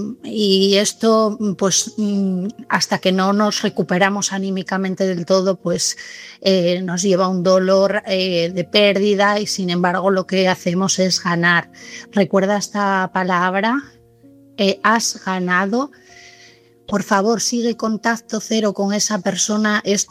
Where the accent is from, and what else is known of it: Asturias, Spain